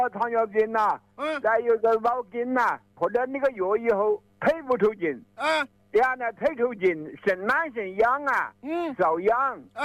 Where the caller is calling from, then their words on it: China; 我在仁蒙县道桥镇莲花村四周。